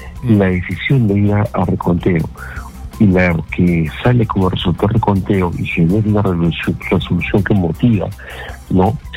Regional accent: Peru; el pueblo somos todos los peruanos.

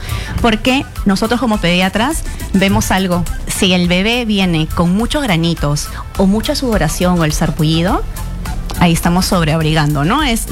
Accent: Chiclayo, Lambayeque, Peru; moved away; yo soy de Chiclayo.

